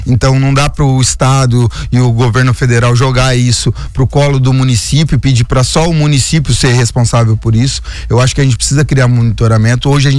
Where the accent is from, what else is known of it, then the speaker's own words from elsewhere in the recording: São Sebastião, São Paulo, Brazil; also born or lived in Caraguatatuba; Eu nasci em Caraguá e fui criado em São Sebastião